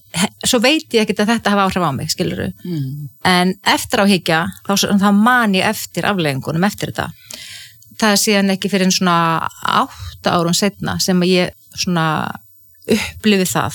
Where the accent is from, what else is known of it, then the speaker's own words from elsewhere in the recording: Ísafjörður, Westfjords, Iceland; ég óttaðist sjóin sem kannski líka tengist því að ég alveg upp á Ísafirði þar sem voru tíð sjósli svo menn drukknuðu